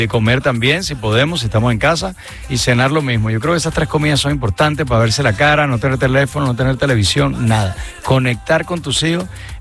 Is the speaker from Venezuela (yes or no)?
yes; Venezuela; yo me siento muy venezolano, pero de raíces españolas.